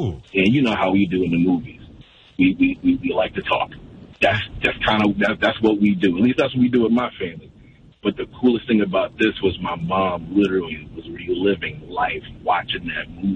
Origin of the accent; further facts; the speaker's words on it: Albany, New York, United States; also born or lived in Brooklyn / Queens; Growing up in Albany, man, going to Cross Gates Mall, going to the movies. And even before then, when I was born in Brooklyn, we spent time in Queens until I was 8.